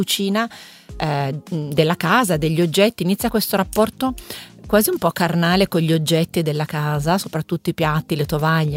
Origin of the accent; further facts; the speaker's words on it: Milan, Lombardy, Italy; also born or lived in Monaco; da Milano, dove io sono nata e cresciuta, c'è questo interludio, diciamo così, a Monte Carlo, perché io ho vissuto a Monte Carlo per 7 anni, in passato, quando ero ragazza, quando ero giovane